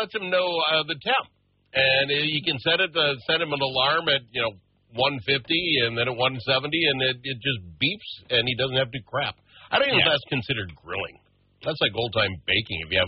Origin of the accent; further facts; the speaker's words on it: Minnesota, United States; Minnesota.